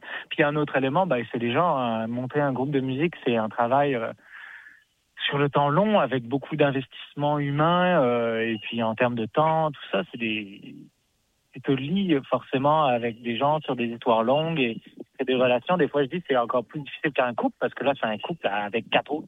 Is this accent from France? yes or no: no; Quebec, Canada; accent: Québécois; je stresse quand je monte sur scène ou quand je dois parler à la radio, c'est plus mon accent québécois qui revient